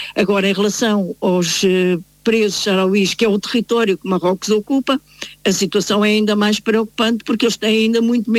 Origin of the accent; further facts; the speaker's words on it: Portugal; nós enquanto portugueses